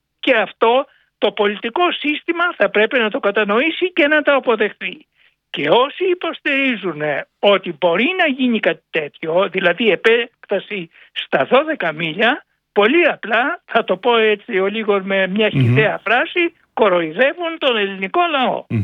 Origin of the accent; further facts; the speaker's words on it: Lesbos, North Aegean, Greece; moved away; εγώ ο οποίος κατάγομαι, γεννήθηκα και έζησα και επισκέπτομαι συχνά την ιδιαίτερη πατρίδα μου τη Λέσβο, που απέχει, ξέρετε, ελάχιστα μίλια από τις τουρκικές ακτές